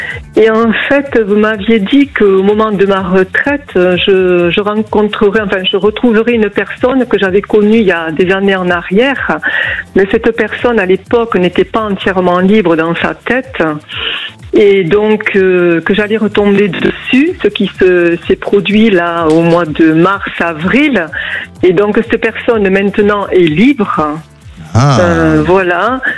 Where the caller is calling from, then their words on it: Toulouse, Occitanie, France; De Toulouse.